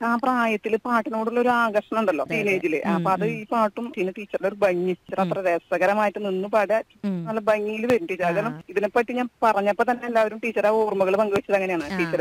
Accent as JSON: {"language": "Malayalam", "town": "Anthikad", "region": "Kerala", "country": "India", "tie": "born or raised there", "said": "എന്റെ നാട് അന്തിക്കാടാണ്."}